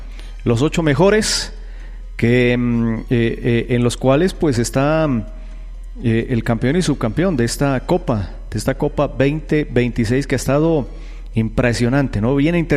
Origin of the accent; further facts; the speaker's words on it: Colombia; Todos somos colombianos, todos somos hijos de esta bonita patria.